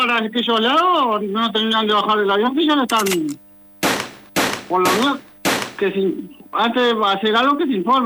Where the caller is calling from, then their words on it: Montevideo, Uruguay; De acá, Montevideo, Belvedere.